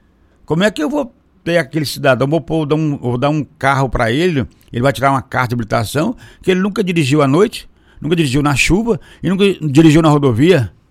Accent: Aragarças, Goiás, Brazil; Você me pega eu que sou lá de Aragarça, lá radialista.

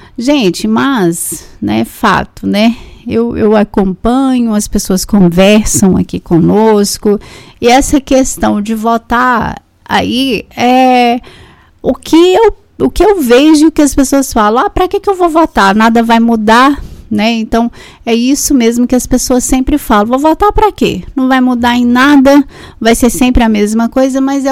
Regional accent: Brazil; nós somos brasileiros

